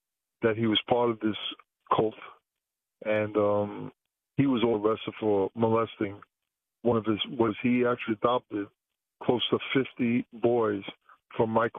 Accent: Brooklyn, New York, United States; But I mean, when I was young, growing up in Brooklyn, I ran around with some pretty wild guys.

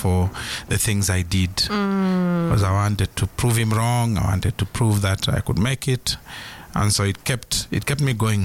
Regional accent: Nairobi, Kenya; I grew up in Ziwani, so that's right next to town.

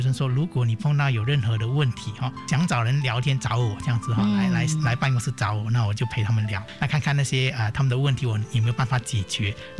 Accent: Malaysia; moved away as an adult; also born or lived in Singapore; now in Taiwan; 是的是的，因为我本身也是留学生这样子、那我是在马来西亚念完、小学中学大学之后呢，才到新加坡大学去念、博士这样子

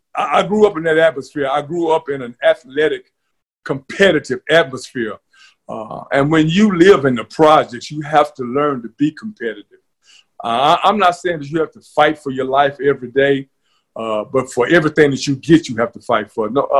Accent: Nashville, Tennessee, United States; grew up in Nashville, Tennessee, born and raised in John Henry Hale Projects. Went to the best high school in the Mid-South, Pearl High School.

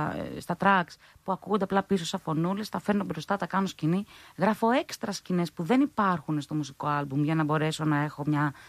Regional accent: Greece; Στέλνω μήνυμα, στέλνω email ότι … είμαι ηθοποιός από την Ελλάδα, δεν έχω manager, γιατί δεν έχουμε στην Ελλάδα.

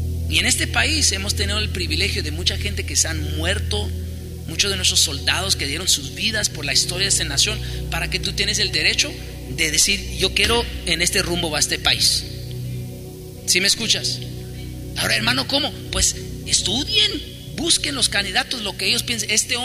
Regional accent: United States

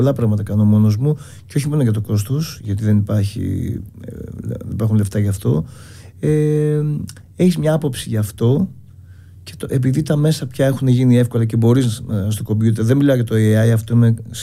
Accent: Central Greece, Greece; Α, ξέρω, είναι Φωκίδα κοντά το χωριό μου, αλλά το σημερινό όνομα δεν θυμάμαι.

